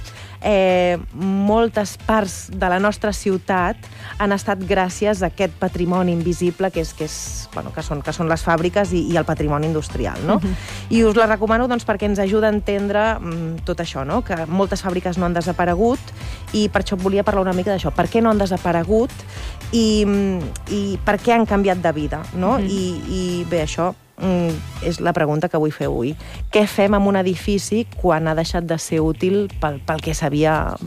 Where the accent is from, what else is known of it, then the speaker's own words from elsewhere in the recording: Barcelona, Catalonia, Spain; és una ruta per Sant Andreu, que és el meu poble. Bueno, ja aniràs veient que jo sóc molt andreuenca, estic molt arrelada al meu poble.